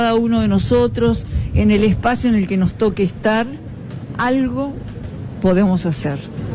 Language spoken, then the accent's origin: Spanish; Uruguay; nos acerca más como uruguayos.